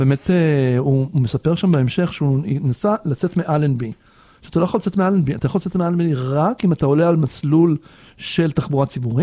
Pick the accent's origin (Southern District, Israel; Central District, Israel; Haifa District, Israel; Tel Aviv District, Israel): Tel Aviv District, Israel; Tel Aviv; moved away as an adult; אני נולדתי בתל אביב, גרתי בגיל 37, ואני מדי פעם חוזר לתל אביב